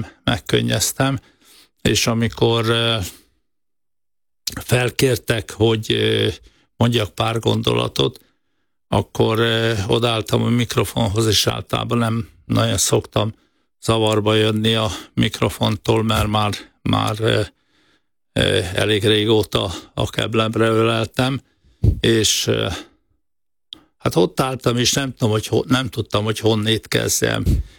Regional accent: Szombathely, Vas, Hungary; also born or lived in Sárvár; Én vasmegyei vagyok, majdnem 80 éve születtem Sárváron, és 9 éves koromtól Szombathelyen éltem 18 éves koromig.

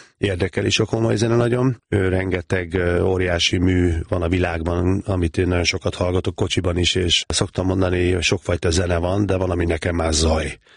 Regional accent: Gyula, Békés, Hungary; És szerencsések vagyunk, hogy a román határon, ugye Gyula közel van a román határhoz, a román televíziót be tudtuk fogni a kékes televíziónkon

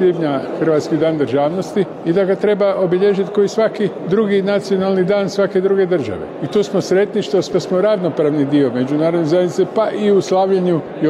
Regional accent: Croatia; Pa naravno, mi kao Hrvati mi to slavimo

